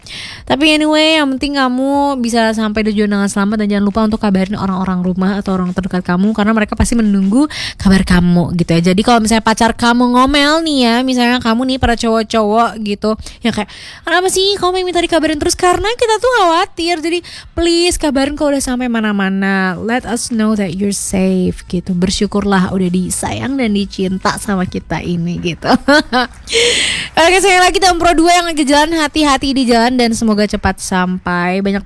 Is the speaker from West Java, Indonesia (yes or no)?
yes; Bandung, West Java, Indonesia; gak heran ya kita orang Bandung ya